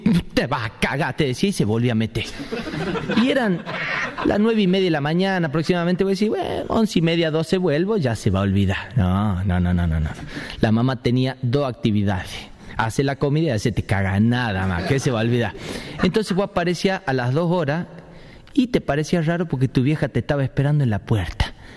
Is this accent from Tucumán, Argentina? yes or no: yes; Tucumán, Argentina; tengo padres sanjuaninos, soy tucumano y son muy diferentes, son culturas diferentes porque el tucumano tiene como una cultura propia.